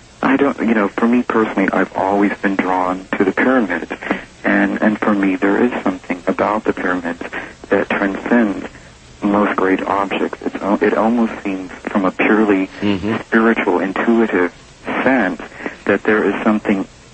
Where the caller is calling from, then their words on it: California, United States; California.